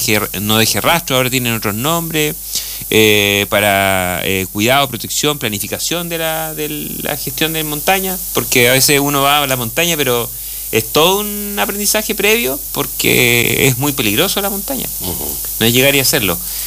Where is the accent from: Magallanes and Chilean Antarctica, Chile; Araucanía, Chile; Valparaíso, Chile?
Magallanes and Chilean Antarctica, Chile; Punta Arenas; moved away as an adult; now in Aysén Region, Chile; Yo originariamente soy de Punta Arenas, llevo ya 20 años en la región, casado con una aysenina.